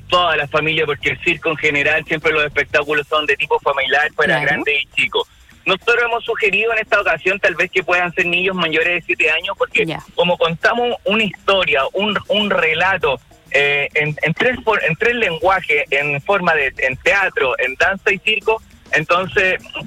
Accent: Buenos Aires, Argentina; Nosotros como porteños, comenzamos nuestra carrera artística a eso de los 16, 17 años

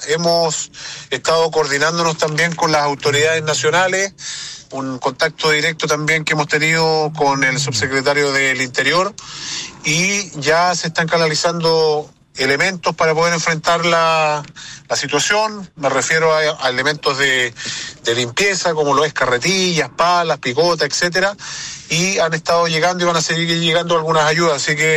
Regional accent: Corral, Los Ríos, Chile; Yo soy nacido y criado acá en Corral

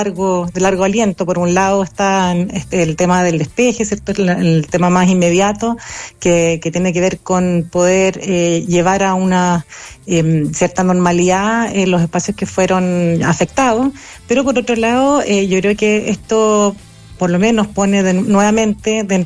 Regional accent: Chile

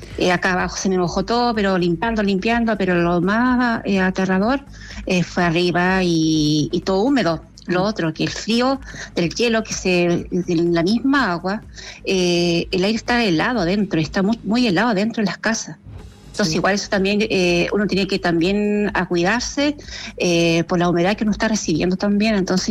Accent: Calama, Antofagasta, Chile; moved away as an adult; now in Tocopilla, Chile; yo soy de Calama, y nos vinimos acá a Tocopilla hace 7 años con mi esposo.

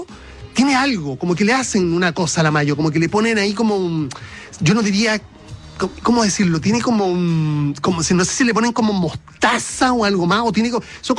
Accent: Puente Alto, Santiago Metropolitan Region, Chile; Yo soy originalmente de Puente Alto.

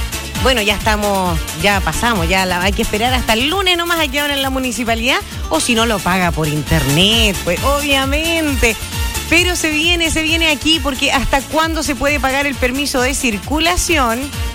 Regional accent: Chile

